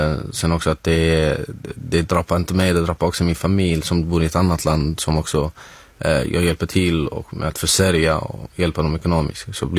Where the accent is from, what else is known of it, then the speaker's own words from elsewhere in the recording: Syria; now in Sweden; efter det så träffade jag min advokat och sen förklarade att det här baseras på hur situationen är i mitt hemland i Syrien.